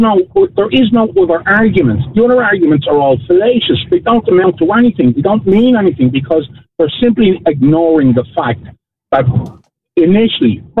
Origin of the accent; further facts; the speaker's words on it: Ireland; I'm an Irish citizen.